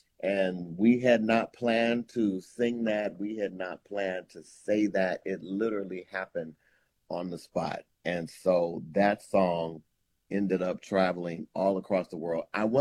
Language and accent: English; Milwaukee, Wisconsin, United States; now in Los Angeles, United States; Well, okay, so I do live in Los Angeles, but I am from Milwaukee, Wisconsin.